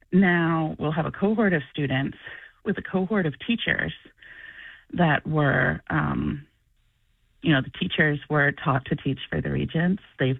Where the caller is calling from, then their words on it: New York City, New York, United States; I live in Upper Manhattan, and I'm a New York City public school parent.